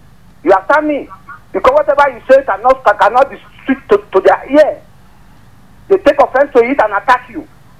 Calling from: Lagos, Nigeria; I'm calling you from Lagos.

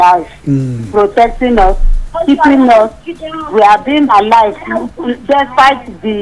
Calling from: Nigeria; I'm calling from Anguarugo.

